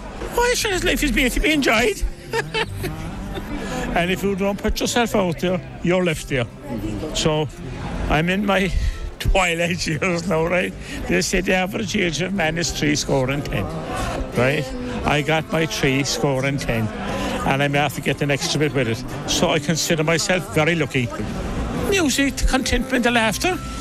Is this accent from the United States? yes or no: no; Cork, Munster, Ireland; Cork. The land of milk and honey.